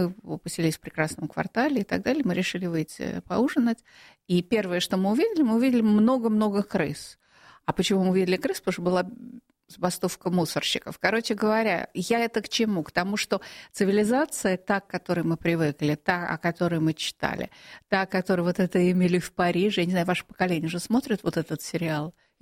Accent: Moscow, Russia; вернувшись в Москву, я была потрясена тем, насколько мой родной город безопасен.

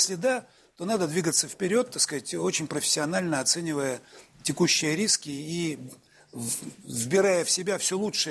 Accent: Perm, Perm Krai, Russia; moved away as an adult; now in Moscow, Russia; я вот сам родом из Перми, это моя родина малая, я живу там на самом деле, я в Москве на временной прописке с конца 70-х годов, но прописан-то я постоянно в городе Перми, городе трудовой доблести.

